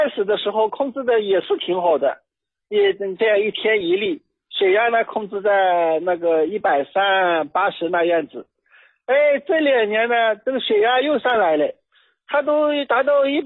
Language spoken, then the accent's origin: Chinese; Nantong, Jiangsu, China; 我家呢是江苏南通通州区这边的。